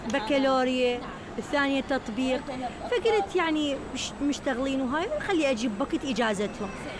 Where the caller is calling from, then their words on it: Kirkuk, Kirkuk Governorate, Iraq; أحسن من عندنا بكركوك. كركوك إيه قليل بيها كهرباء، أكو بس مو مثل هنا.